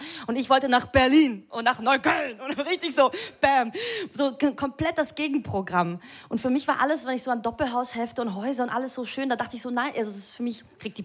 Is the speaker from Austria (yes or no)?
yes; Vienna, Austria; Weil ich bin in Wien geboren, aufgewachsen